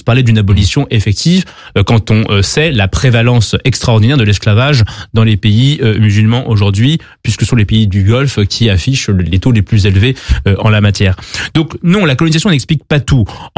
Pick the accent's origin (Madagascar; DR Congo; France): France; Paris, Île-de-France; born there; Et donc moi, je suis né à Paris, en France, dans les années 90.